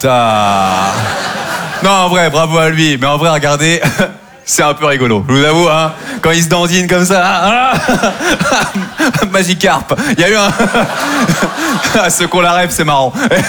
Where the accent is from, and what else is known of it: Normandy, France